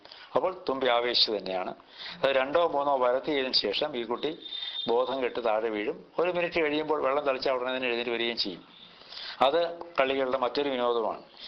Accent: Alappuzha, Kerala, India; ഞങ്ങളുടെ നാട് എന്ന് പറയുന്നത് ആലപ്പുഴയുടെ പ്രാന്തപ്രദേശമാണ്. തുമ്പോളി എന്നതിനെ പറയും. അന്ന് അത് നഗരമായിരുന്നില്ല, പകുതി ഗ്രാമവും പകുതി നഗരവും എന്ന് പറയുകയായിരിക്കും ശരി.

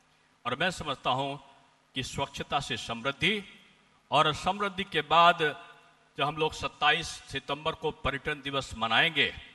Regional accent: Gorakhpur, Uttar Pradesh, India; now in Andaman and Nicobar Islands, India; मैं उत्तर प्रदेश से आता हूं

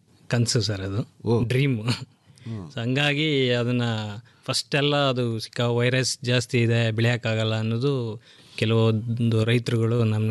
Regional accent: Ravani, Karnataka, India; ನಮ್ಮ ಊರು ರಾವಣಿ, ಮಳವಳ್ಳಿ ತಾಲೂಕು, ಮಂಡ್ಯ ಜಿಲ್ಲೆ.

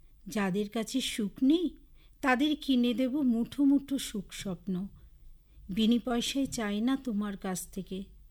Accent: Durgapur, West Bengal, India; now in Siliguri, India; আমার বাড়ি শিলিগুড়ির বাবুপাড়ায়, আমি বাবুপাড়ায় থাকি। আর মূলত আসলে আমি উত্তরবঙ্গের কন্যা বলি কেন, যেহেতু আমি ৩০ বছর আমি উত্তরবঙ্গেতে আছি। আমি দক্ষিণবঙ্গের মেয়ে এবং আমি দুর্গাপুরের মেয়ে।

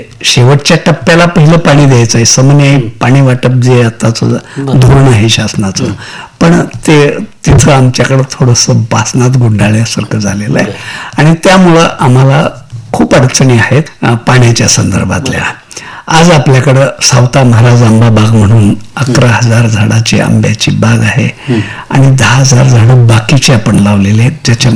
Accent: Aran, Maharashtra, India; आणि त्याच गावामध्ये आमचाही जन्म झालेला आहे. मूळ गाव माझं आरण आहे.

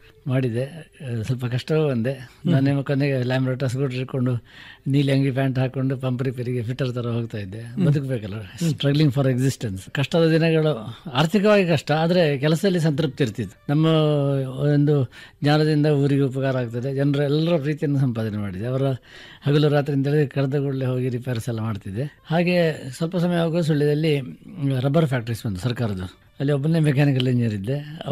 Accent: Sullia, Karnataka, India; ಆರಂಭೂರಿನವರು, ನಮ್ಮ ಗ್ರಾಮ, ನನ್ನ ಗ್ರಾಮ.

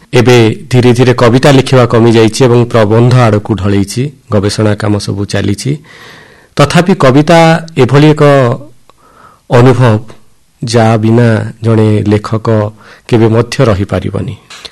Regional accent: Nabarangpur, Odisha, India; ମୁଁ ଆସିଛି କଣ୍ଟାମାଳ ନବରଙ୍ଗପୁରରୁ।

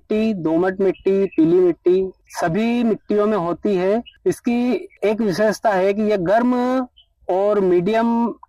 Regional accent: Ujjain district, Madhya Pradesh, India; उज्जैन जिले का निवासी हूँ, ग्राम ताजपुर में मेरी खेती है और मैं एक छोटा सा किसान हूँ।

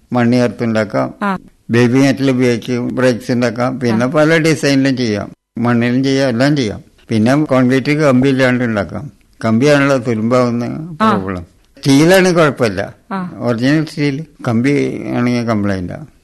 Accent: Kozhikode, Kerala, India; Kozhikode.

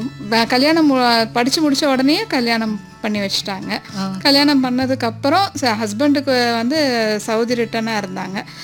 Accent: Coimbatore, Tamil Nadu, India; born or raised there

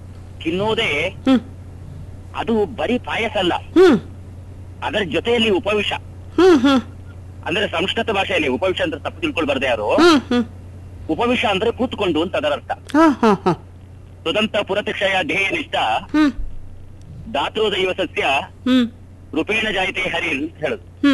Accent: Kodagu, Karnataka, India; moved away as an adult; ನನ್ನ ಕೊಡಗಿನಲ್ಲಿ ಬರತಕ್ಕಂತ ಆಹಾರ ಎಲ್ಲಿ ಸಿಗಲಾರದು

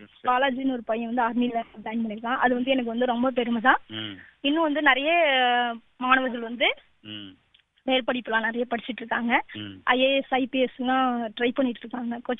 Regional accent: Thiruvarur, Tamil Nadu, India; சொந்த ஊர் திருவாரூர் சார்.

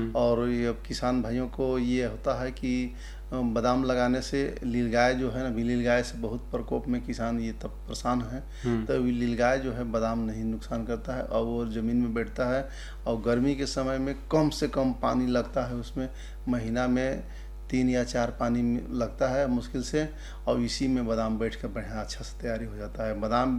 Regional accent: Garhwa district, Jharkhand, India; हम गोंदा गांव के रहने वाले हैं।

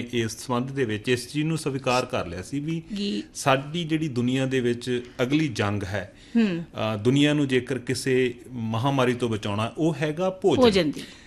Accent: Punjab, India; ਸਾਡੇ ਮਾਲਵਾ ਖਿੱਤੇ ਦੀ ਗੱਲ ਕਰੀਏ, ਜਾਂ ਸਾਡੇ ਪੇਂਡੂ ਪਿਛੋਕੜ ਕਲਚਰ ਦੀ ਗੱਲ ਕਰੀਏ

